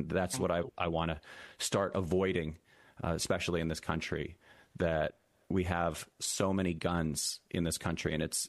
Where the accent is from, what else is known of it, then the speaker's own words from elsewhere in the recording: Massachusetts, United States; I come from Massachusetts myself. I was raised in Massachusetts. I grew up in communities. I never heard the word gun.